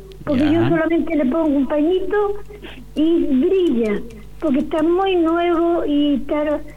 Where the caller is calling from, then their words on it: Chillán, Ñuble, Chile; De aquí, de Chillán, de Ñuble.